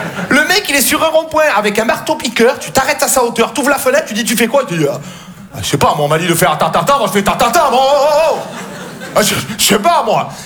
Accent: Marseille, Provence-Alpes-Côte d'Azur, France; j'ai grandi à Marseille.

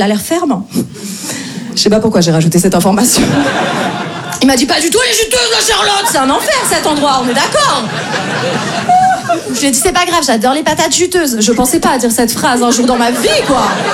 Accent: Paris, Île-de-France, France; Je me présente … moi je viens de Paris.

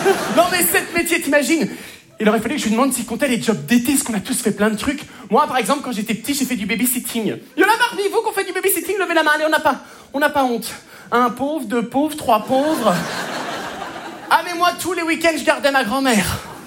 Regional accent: Hauts-de-France, France; savez que chez moi dans le Nord, c'est une tradition, hein.

